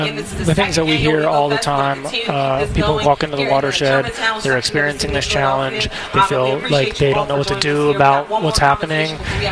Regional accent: Florida, United States; now in Germantown, United States; I grew up in South Florida where storms were normal.

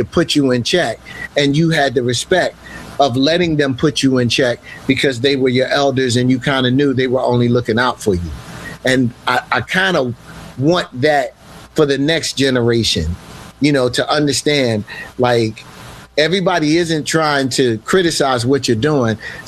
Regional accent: Philadelphia, Pennsylvania, United States; growing up in West Philly

